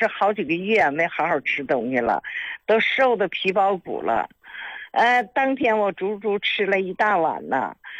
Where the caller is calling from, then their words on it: Jiamusi, Heilongjiang, China; 我是佳木斯的。